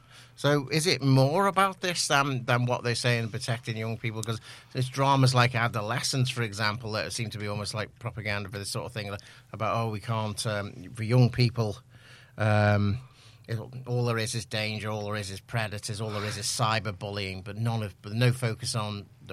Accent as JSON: {"language": "English", "region": "South East England", "country": "United Kingdom", "said": "I'm 49. I'm from Oxfordshire"}